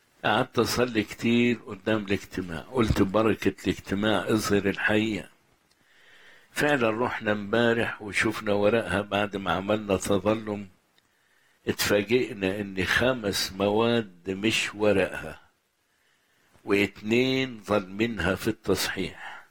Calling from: Cairo, Cairo Governorate, Egypt; انا ابن الرب من القاهره، انا بحب قدسك جدا،

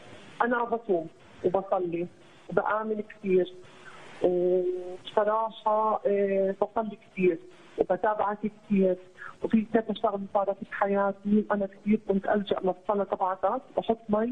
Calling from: Palestine; من فلسطين.

